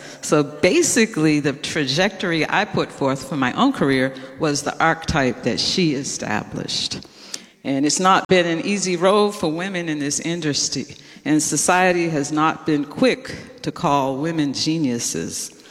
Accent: East Coast, United States; moved away; also born or lived in New York; I was from the East Coast

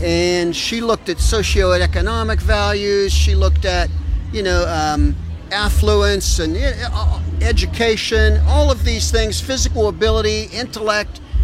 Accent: McKeesport, Pennsylvania, United States; So I grew up on Soul Street between Beaver and Bailey.

